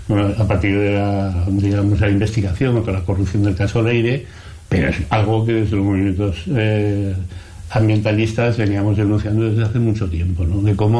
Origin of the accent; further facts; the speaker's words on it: Aragon, Spain; moved away; Yo vengo de Aragón, he vivido muchos años en Aragón